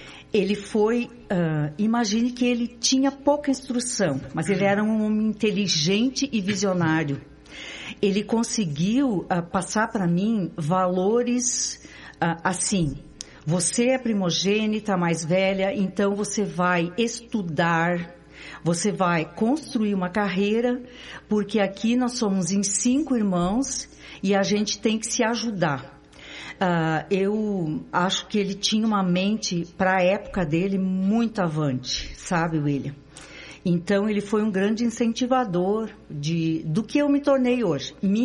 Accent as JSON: {"language": "Portuguese", "town": "Videira", "region": "Santa Catarina", "country": "Brazil", "tie": "born or raised there", "also_born_or_lived": "Iomerê", "said": "Eu sou catarinense. Eu vivi em Videira, Santa Catarina, fica no oeste. E eu, meus pais são de lá"}